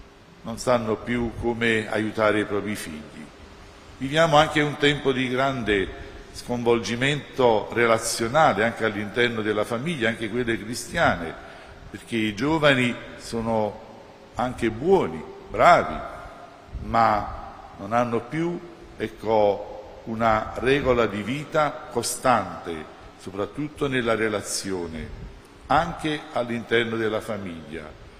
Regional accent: Campania, Italy; almeno dalle nostre parti, anche nel napoletano

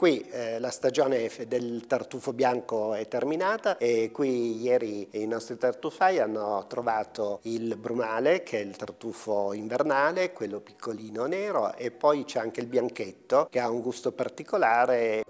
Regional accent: Montiglio Monferrato, Piedmont, Italy; Montiglio Monferrato, io direi solo il mio paese, ma è anche il paese dei miei nonni e bisnonni, trisnonni e quadrisnonni, quindi sono le mie radici.

